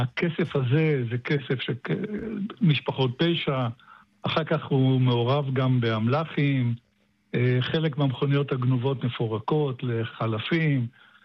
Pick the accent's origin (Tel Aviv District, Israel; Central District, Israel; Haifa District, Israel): Central District, Israel; Petah Tikva; now in Hod HaSharon, Israel; אני פתח תקוואי במקור.